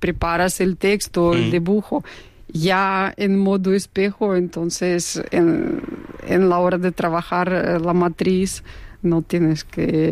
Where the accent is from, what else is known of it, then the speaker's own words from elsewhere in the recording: Minsk, Belarus; Spanish is a second language; moved away as an adult; now in Spain; Yo soy de Bielorrusia, de capital, de Minsk.